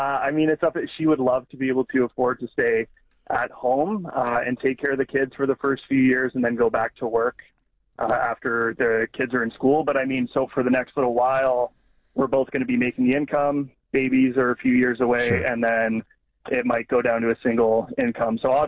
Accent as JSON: {"language": "English", "town": "Ottawa", "region": "Ontario", "country": "Canada", "tie": "born or raised there", "said": "I grew up in Ottawa. My parents don't live there anymore."}